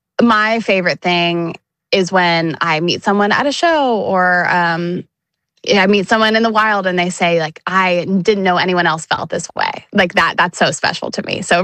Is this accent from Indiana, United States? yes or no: yes; Carmel, Indiana, United States; moved away as an adult; now in Nashville, United States; I am a singer-songwriter originally from Carmel, Indiana, but now I live in Nashville, Tennessee.